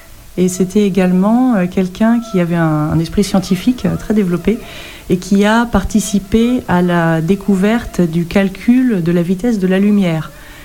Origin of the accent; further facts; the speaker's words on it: Trouville-sur-Mer, Normandy, France; Je suis originaire de Normandie